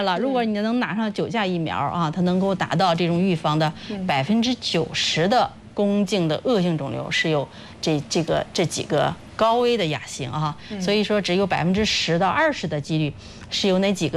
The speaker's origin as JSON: {"language": "Chinese", "country": "China"}